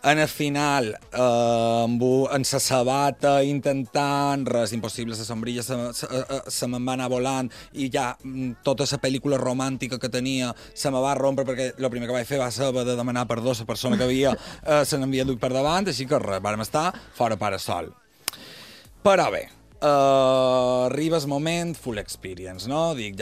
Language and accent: Catalan; Balearic Islands, Spain; no a mi com a mallorquí no me passarà